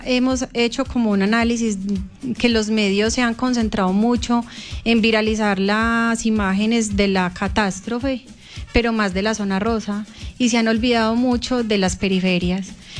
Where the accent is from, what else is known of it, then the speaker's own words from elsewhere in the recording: Caldas, Colombia; nosotros como comunidad caldense y como sí, colombianos que somos